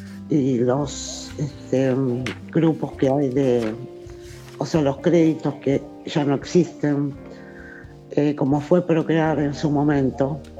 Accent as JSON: {"language": "Spanish", "region": "Buenos Aires", "country": "Argentina", "tie": "born or raised there", "said": "Yo me crié, o sea, nací en Matienzo y Conde, en Colegiales."}